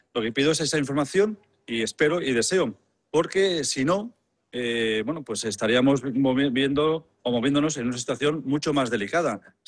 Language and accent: Spanish; Spain; sobre todo como español, ¿no? Sobre todo ya como español, creo que es importante el que celebremos nuestras elecciones